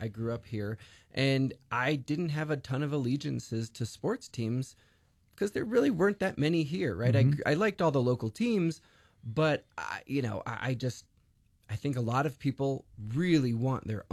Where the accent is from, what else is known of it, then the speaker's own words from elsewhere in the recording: Rio Rancho, New Mexico, United States; I mean, I grew up going to Dukes games, and that was a tremendous time. And I grew up in Rio Rancho, drove all that way to go see Dukes games several times a year.